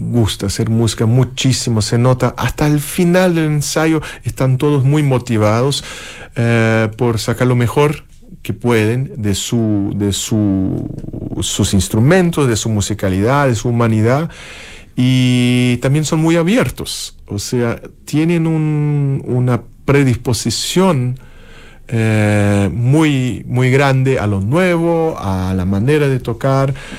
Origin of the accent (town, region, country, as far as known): Porto Alegre, Rio Grande do Sul, Brazil; born or raised there; moved away